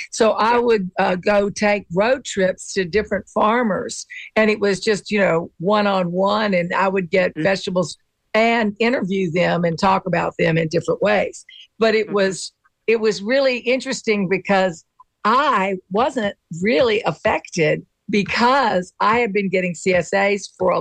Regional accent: Mobile, Alabama, United States; I was, originally I was from Mobile, Alabama. And we have so much seafood there and you can just get it from anybody.

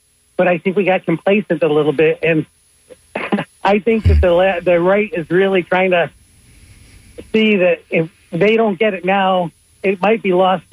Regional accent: Seminole, United States; I'm from Seminole.

